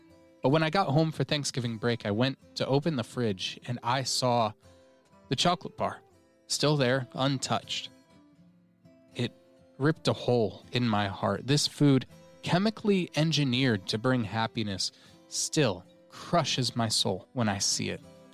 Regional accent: Colorado, United States

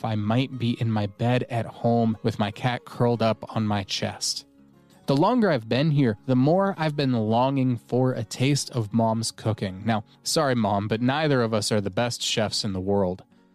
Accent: Colorado, United States; now in Australia

